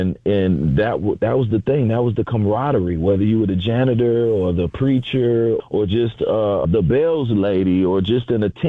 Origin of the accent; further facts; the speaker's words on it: Memphis, Tennessee, United States; Man, it was huge growing up in Memphis.